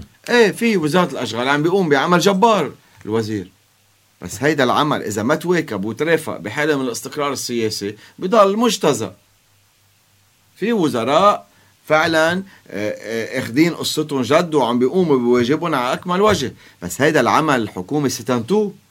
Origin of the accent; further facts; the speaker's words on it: Lebanon; أنا شخصيا كمواطن لبناني وكسياسي لبناني